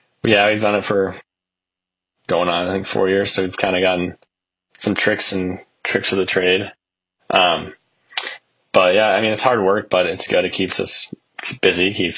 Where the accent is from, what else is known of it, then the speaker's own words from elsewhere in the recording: Lakeville, Minnesota, United States; Yeah, so I'm from Lakeville, Minnesota. I've lived in Lakeville for 21 years, all my life.